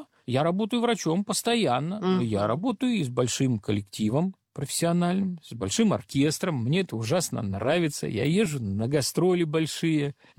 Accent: Kirovohrad, Kirovohrad Oblast, Ukraine; где мы там из Кировограда, и где Москва

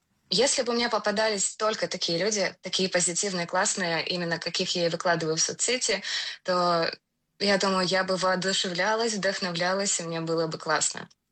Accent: Kamchatka Krai, Russia; born there; Я родилась и живу на Камчатке, очень далеко от Петра и Трофмила.

